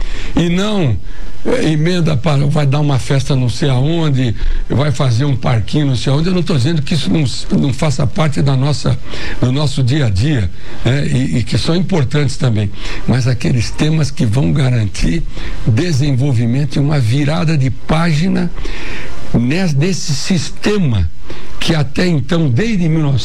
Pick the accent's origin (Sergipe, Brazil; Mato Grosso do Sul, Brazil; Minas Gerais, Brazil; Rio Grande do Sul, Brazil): Mato Grosso do Sul, Brazil; born there; me considero em condições, pô, de governar o estado onde eu nasci.